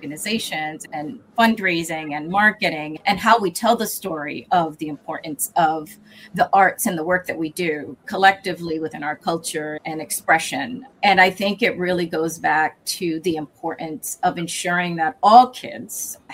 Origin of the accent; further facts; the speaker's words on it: Massachusetts, United States; Massachusetts.